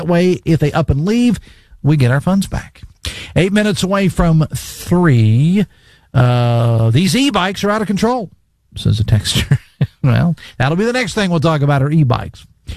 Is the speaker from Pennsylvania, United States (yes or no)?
no; West Virginia, United States; I love this town that I grew up in. I lived in two different communities, areas growing up in Logan County. One was in the Mann area, or as it's known, the Tridelphia area, and also in the Logan area.